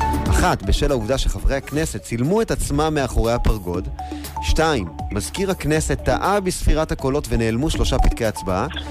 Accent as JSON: {"language": "Hebrew", "town": "Modi'in Illit", "region": "West Bank", "country": "Israel", "tie": "born or raised there", "also_born_or_lived": "Ofakim", "said": "אפילו שאני גדלתי במודיעין עילית, כן? ואחרי זה באופקים."}